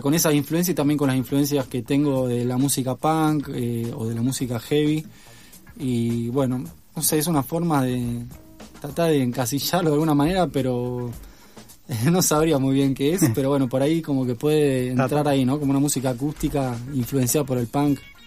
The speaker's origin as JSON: {"language": "Spanish", "region": "Tucumán", "country": "Argentina", "moved": "yes", "said": "yo soy de Tucumán y estos amigos son de algunos de Jujuy y otros también de Tucumán"}